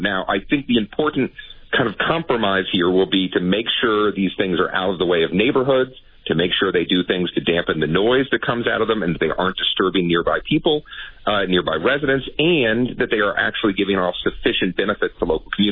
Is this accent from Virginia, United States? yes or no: yes; Virginia, United States; outside of Virginia, my hometown, our home state